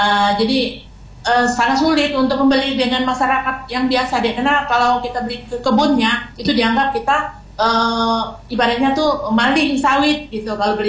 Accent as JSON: {"language": "Indonesian", "region": "Jambi", "country": "Indonesia", "said": "kita bangga sebagai anak Kabupaten Bungo dan Provinsi Jambi Indonesia"}